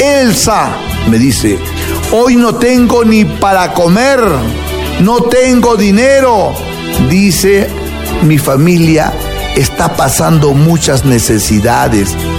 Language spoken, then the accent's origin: Spanish; Huancabamba, Piura, Peru; Tengo artes místicas de mi tierra, Huancabamba.